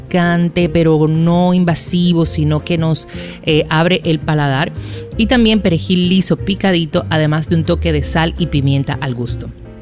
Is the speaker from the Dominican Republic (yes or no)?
yes; Dominican Republic; me he pasado unos días allá y pues como buena dominicana, pues se pegan todos los acentos, ¿no?